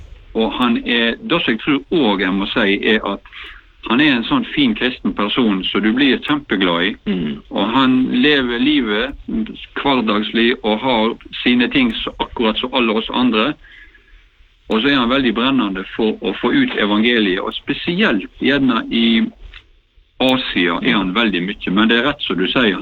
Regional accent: Austevoll, Vestland, Norway; når vi skulle ha plateslepp I kirken her hjemme I Austevoll, så hadde vi den helgen kun en konsert

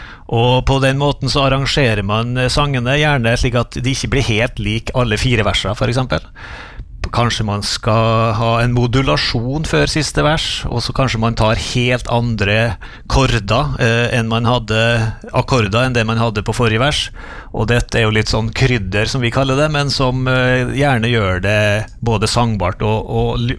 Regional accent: Tingvoll, Møre og Romsdal, Norway; bedehuset også på Tingvoll, der jeg vokste opp.

